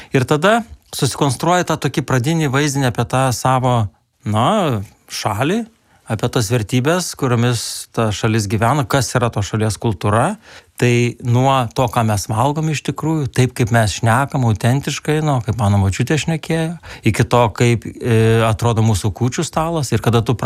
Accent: Aukštaitija, Lithuania; Nes aš esu tipiškas aukštaitis, mama iš Panevėžio rajono, mano tėtis iš Kauno rajono.

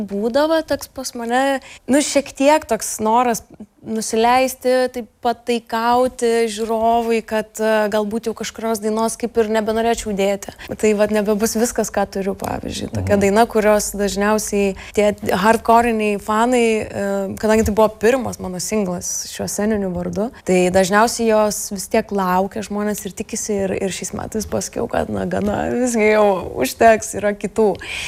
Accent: Birštonas, Kaunas County, Lithuania; norėčiau savo gimtajame mieste turėti vietą grįžti, kas nebūtų pas tėvus. Tai vat galvoju, kad gal tokia svajonė būtų kažkada turėti kažkokią vietą Birštone

